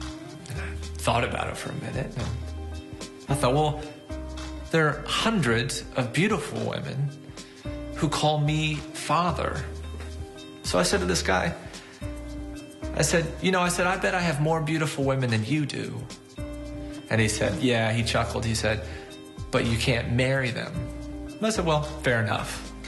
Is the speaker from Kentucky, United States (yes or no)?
yes; Owensboro, Kentucky, United States; I'm originally from Owensboro, and I'm presently a priest at Saints Joseph and Paul in Owensboro, Kentucky.